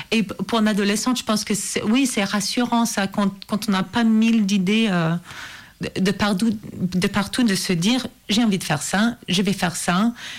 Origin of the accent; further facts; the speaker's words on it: Regina, Saskatchewan, Canada; moved away; Je suis canadienne. Je suis canadienne et je viens des prairies du Canada. Donc, il fait chaud l'été, il fait très froid l'hiver, c'est tout plat. Il y a beaucoup d'agriculture en Saskatchewan.